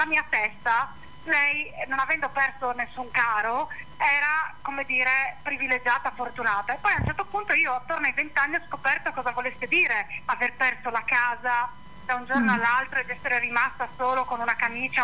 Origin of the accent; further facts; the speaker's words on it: Gemona del Friuli, Friuli-Venezia Giulia, Italy; dall'essere nata e cresciuta a Gemona del Friuli.